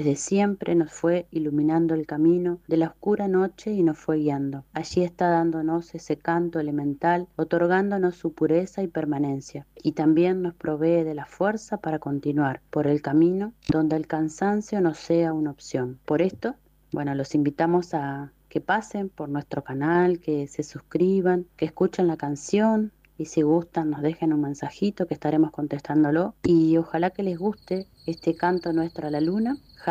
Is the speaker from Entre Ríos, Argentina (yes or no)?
yes; Villaguay, Entre Ríos, Argentina; Somos de Villaguay. Pertenecemos a la comunidad charrúa triek de esta ciudad